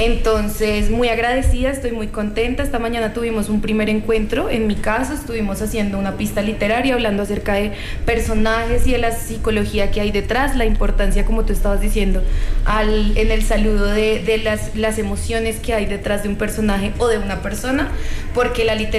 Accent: Bogotá, Colombia; yo soy de Bogotá.

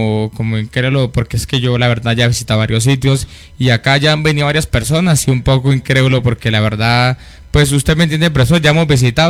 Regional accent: Campo Hermoso, Colombia; Vengo del municipio acá de Campo Hermoso, del corregimiento de Los Cedros.

